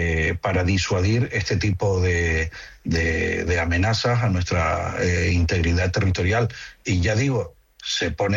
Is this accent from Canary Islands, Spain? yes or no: yes; Canary Islands, Spain; Ya digo que yo también, que soy canario